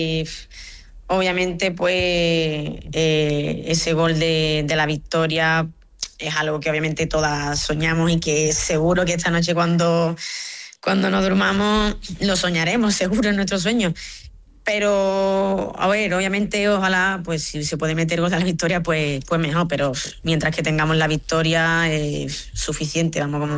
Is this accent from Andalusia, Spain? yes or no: yes; Rota, Andalusia, Spain; Rota, mi pueblo, siempre me he sentido muy, muy querida y pues a ver qué te digo, el sitio donde he nacido, donde me he criado, donde pues he ido creciendo tanto futbolísticamente como personalmente y nunca me falta apoyo de allí.